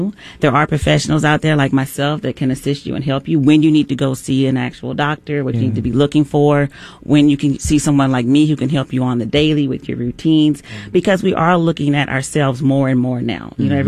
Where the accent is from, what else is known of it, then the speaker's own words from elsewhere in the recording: Texas, United States; I mean, I grew up in Texas, so, you know, when I was younger, they would tell us to go outside and play